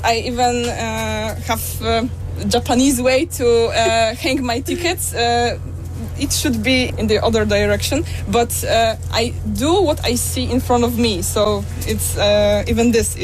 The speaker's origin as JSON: {"language": "English", "country": "Poland", "second_language": "English", "lives_now": "Norway", "said": "I'm from Poland."}